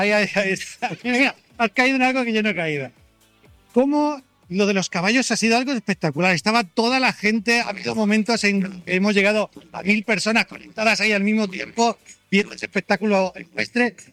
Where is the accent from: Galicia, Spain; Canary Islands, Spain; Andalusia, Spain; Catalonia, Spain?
Andalusia, Spain; yo soy andaluz también